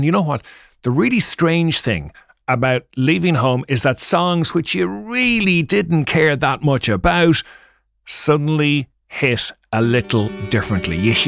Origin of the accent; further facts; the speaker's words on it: Ireland; now in Baldivis, Australia; I'm Irish. Yeah, I am. And every now and again, whether it's here in Manger or in Baldivis where I live